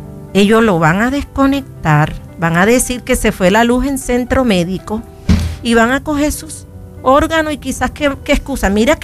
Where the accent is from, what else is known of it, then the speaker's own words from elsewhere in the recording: Colombia; Y como somos los colombianos